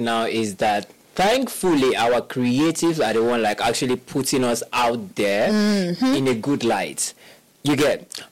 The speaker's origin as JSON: {"language": "English", "country": "Nigeria"}